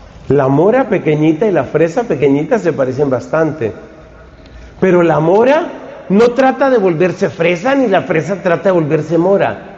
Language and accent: Spanish; Colombia; Yo soy colombiano, yo no soy finlandés. Yo sé que tengo un poco cara de sueco y de escandinavo, pero... pero yo soy colombiano, de raíces indígenas y africanas y mexicanas, y yo soy un mestizo.